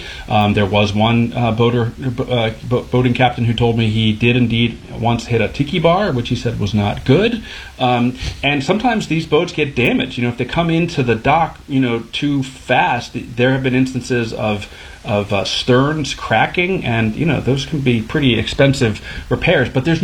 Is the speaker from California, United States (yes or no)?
no; Maryland, United States; Yeah, I didn't realize it either, and I'm from Maryland.